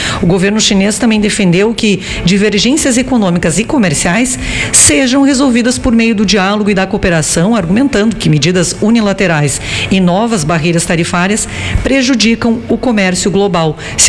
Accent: Brazil

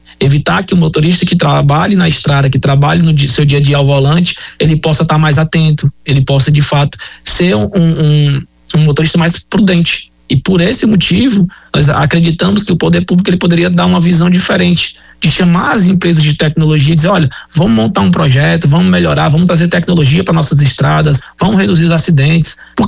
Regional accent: Fortaleza, Ceará, Brazil; born or raised there

